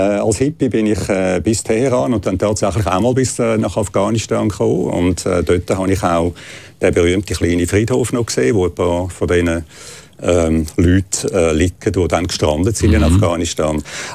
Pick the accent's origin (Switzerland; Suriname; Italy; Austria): Switzerland; Zurich; moved away as an adult; now in Jerusalem, Israel; dort bin ich aufgewachsen, in die Schule gegangen, im Walgrist. Also ich bin Zürcher Bub.